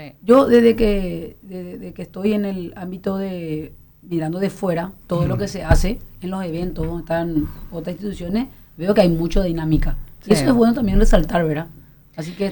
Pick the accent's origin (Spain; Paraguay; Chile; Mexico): Paraguay; a nosotros como paraguayos